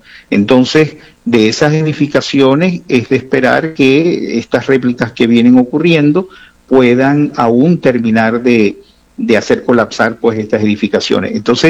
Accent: Venezuela

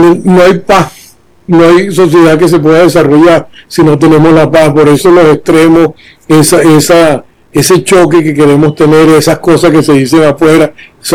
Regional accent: Miranda, Venezuela; Yo mismo me crié y crecí en el IBIC

